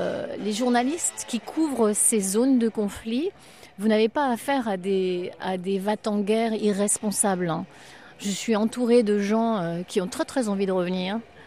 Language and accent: French; Combourg, Brittany, France; born there; tout le monde me connaît parce que je suis née dans le village. Enfin, je suis née à Combourg